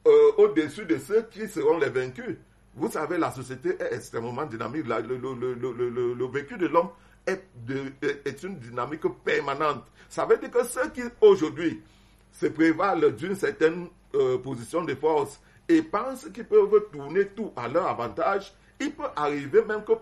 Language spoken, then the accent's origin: French; Cameroon; nous tous, nous sommes des Camerounais et nous n'avons pas besoin de ça.